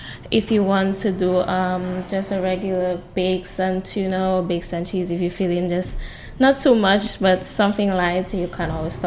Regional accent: Marigot, Saint Andrew Parish, Dominica; I'm from Marigot.

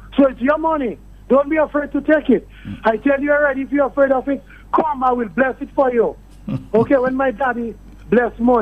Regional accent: Roseau, Saint George, Dominica; when I grew up in Goodwill area, mm-hmm. my parents had a shop

